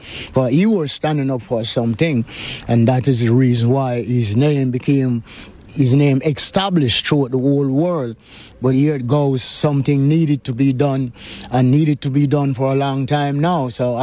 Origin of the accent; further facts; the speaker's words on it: Jamaica